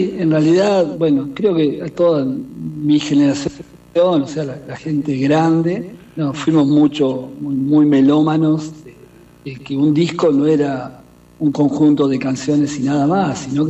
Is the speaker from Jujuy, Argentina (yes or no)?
no; La Plata, Buenos Aires Province, Argentina; Y yo soy acá de La Plata, o sea que en realidad yo soy de 1970, ¿sí?